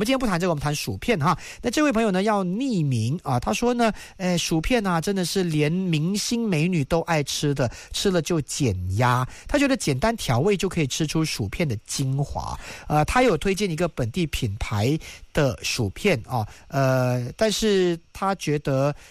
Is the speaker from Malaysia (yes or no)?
yes; Malaysia; 我们马来西亚人